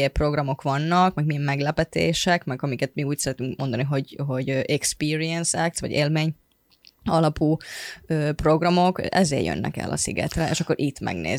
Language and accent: Hungarian; Finland; Hungarian is a second language; now in Hungary; az lehet azért, mert a Finnországból származok, és ezért országból vagyunk, és így Magyarországon